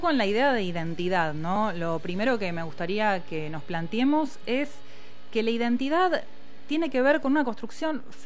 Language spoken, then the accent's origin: Spanish; Argentina; Como argentinos, como argentinas.